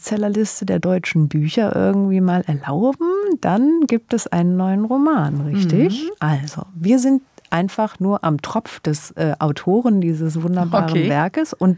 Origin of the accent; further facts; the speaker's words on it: Stuttgart, Baden-Württemberg, Germany; born there; ich bin in Stuttgart geboren, wenn ich den Dialekt höre, dann, das ist für mich was.